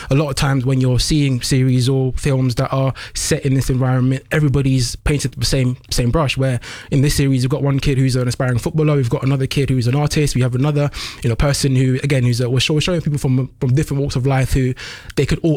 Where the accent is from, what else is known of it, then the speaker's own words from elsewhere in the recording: London, United Kingdom; when I was growing up in London